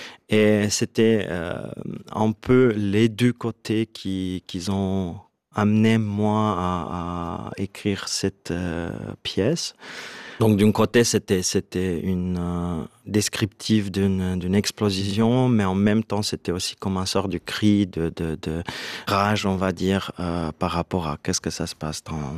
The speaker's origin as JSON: {"language": "French", "country": "Romania", "moved": "yes", "lives_now": "Switzerland", "said": "Je viens de Roumanie et ça fait déjà presque 15 ans que je suis en Suisse."}